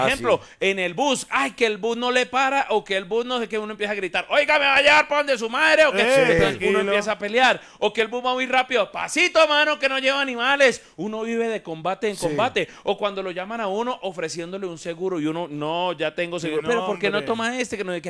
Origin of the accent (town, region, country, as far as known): Colombia